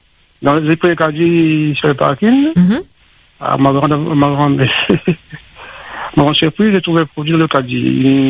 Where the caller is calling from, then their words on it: Saint-André, Réunion; Je suis sur Saint-André même.